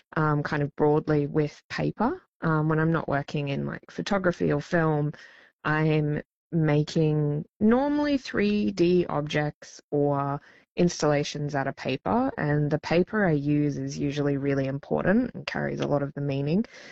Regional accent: Northern Territory, Australia; now in Melbourne, Australia; I'm Larrakia Kurrajari Waterman woman, but I'm currently based in Melbourne on the lands of the Kulin Nations.

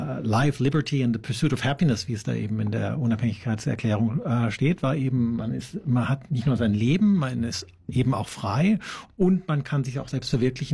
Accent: Baden-Württemberg, Germany; also ich bin in Baden groß geworden, da, zwischen Elsass und Baden

